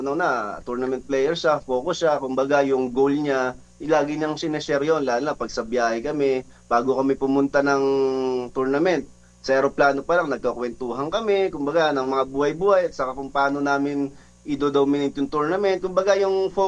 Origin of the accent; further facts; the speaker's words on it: Las Piñas, Metro Manila, Philippines; now in Quezon City, Philippines; Taga Las Piñas talaga ako, tubong Las Piñas ako. Pero dito ako ngayon naniniraan sa Quezon City.